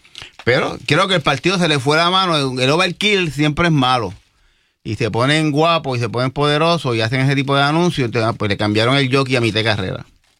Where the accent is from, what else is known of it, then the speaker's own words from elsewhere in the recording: Puerto Rico; allá donde venimos Brian y yo de Israel y Quintana y las monjas